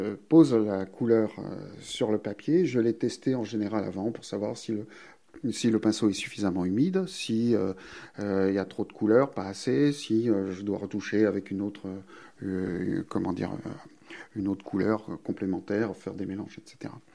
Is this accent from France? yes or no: yes; South-West France, France; also born or lived in Paris; now in Chaumont-sur-Tharonne, France; Je suis originaire du Sud-Ouest et j'ai vécu